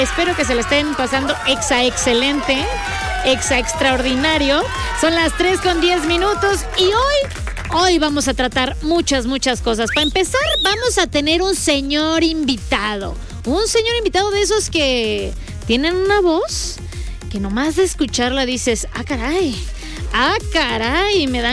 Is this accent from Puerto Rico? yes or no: no; Mexico; Soy mexicana, me río de mis desgracias